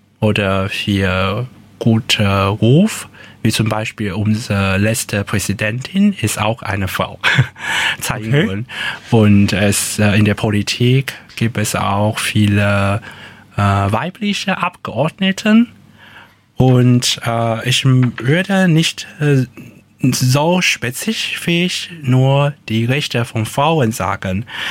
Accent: Taichung, Taiwan; German is a second language; weil ich bin auch nicht ursprünglich aus der Hauptstadt Taipei, sondern von einer südlichen oder Mittelstadt heißt Taichung aufgewachsen.

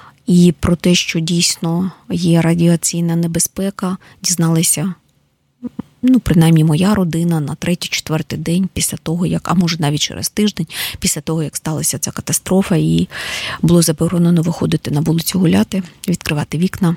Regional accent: Kyiv, Ukraine; я киянка, і я можу говорити про Київ.

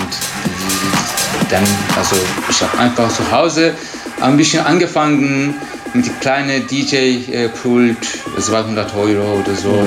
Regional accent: Turkey; German is a second language; moved away as an adult; now in Germany; ich komme aus der Türkei. Ich bin in Deutschland schon seit 8 Jahren.

